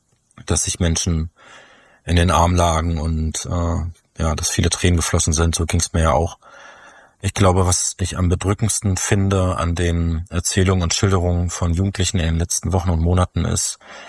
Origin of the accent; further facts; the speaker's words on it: Halberstadt, Saxony-Anhalt, Germany; moved away as an adult; Ich bin ja auch in Halberstadt aufgewachsen, nach dem Abitur weggegangen, auch wegen rechter Gewalt, die Mitte der 2000er in Halberstadt extrem schlimm war.